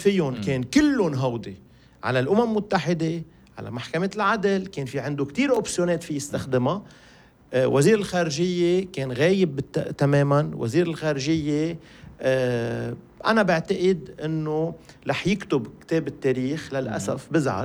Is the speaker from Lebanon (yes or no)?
yes; Lebanon; ونحنا كلبنانيين لازم نرحب بهالكلام